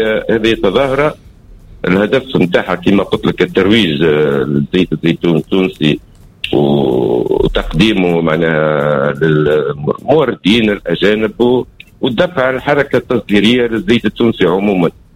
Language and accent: Arabic; Jordan; ناهيك انا مثلا من الاردن احنا يجينا العديد الاردنيين